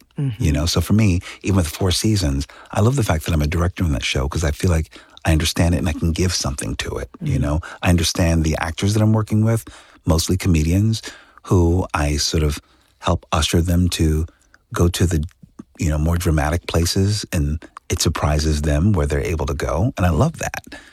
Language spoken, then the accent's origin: English; Philadelphia, Pennsylvania, United States; I come from a very humble place. I come from West Philadelphia, where, a lot of blue collar folks.